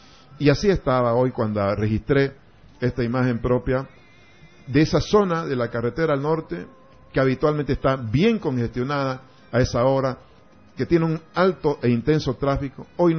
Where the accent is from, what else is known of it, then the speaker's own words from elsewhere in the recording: Bolivia; Y esto nos golpea como bolivianos.